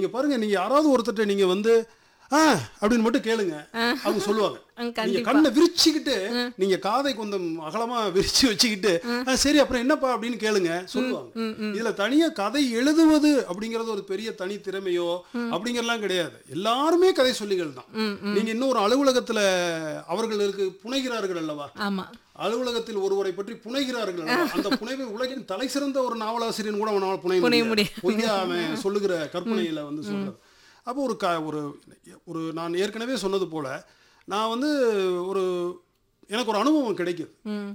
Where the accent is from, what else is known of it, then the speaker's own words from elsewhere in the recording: Palani, Tamil Nadu, India; also born or lived in Pollachi / Madurai; எனக்கு பழனி தெரியும், நான் என்னுடைய சொந்த ஊர் பழனி, பிறந்து வளர்ந்தது படித்தது எல்லாம்.